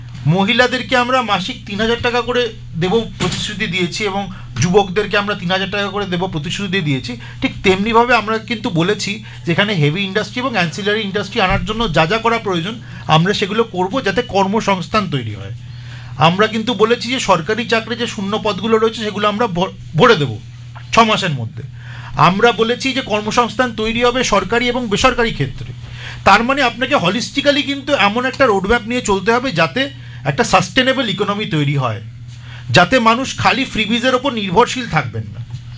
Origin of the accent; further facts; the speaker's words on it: West Bengal, India; আমরা আজকে এই স্টুডিওতে যারা বসে রয়েছি তারা প্রত্যেকে বাঙালি, আমাদের বাঙালি আইডেন্টিটি রয়েছে, আমাদের বাঙালি জাত্যাভিমান রয়েছে, আমরা বাঙালি কোট অ্যান্ড কোট বাঙালি অস্মিতাতেও কিন্তু বিশ্বাস করি